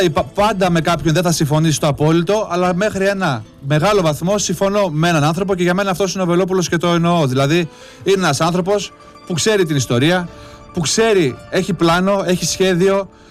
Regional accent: Northern Greece, Greece; εγώ είμαι από τη Βόρεια Ελλάδα

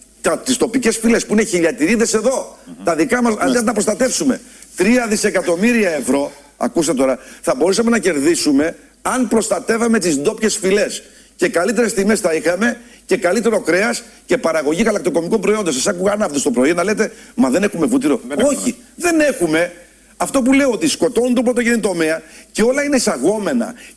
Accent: Macedonia, Greece; Πρόδωσε τη Μακεδονία, σας λέω. Mm. Πρόδωσε την πατρίδα μου.

